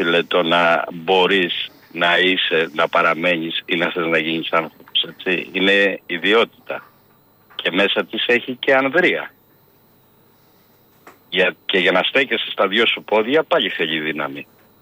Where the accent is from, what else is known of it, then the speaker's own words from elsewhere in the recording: Greece; Είμαι εθνικός γιατί είμαι Έλληνας. Έχω εθνική ταυτότητα. Έχω διαβατήριο ελληνικό. Δεν έχω αμερικάνικο